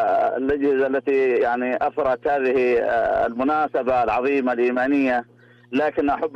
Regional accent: Al-Zubayda, Jazan Province, Saudi Arabia; لا أنا من جازان محافظة أبو عريش قرية الزبيدة.

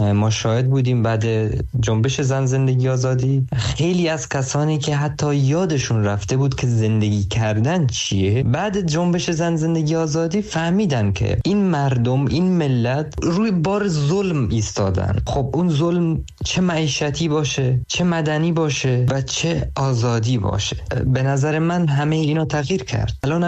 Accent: Saqqez, Kurdistan, Iran; moved away as an adult; برگردم شهر خودم سقز،

